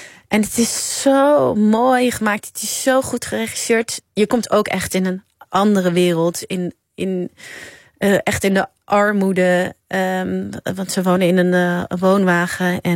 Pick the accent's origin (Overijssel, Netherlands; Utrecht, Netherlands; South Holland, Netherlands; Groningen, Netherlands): Utrecht, Netherlands; Nieuwegein; also born or lived in Amsterdam; Nee, ik kom ook uit Nieuwegein oorspronkelijk, maar ik ben nog meer van Utrecht gaan houden de laatste paar jaar.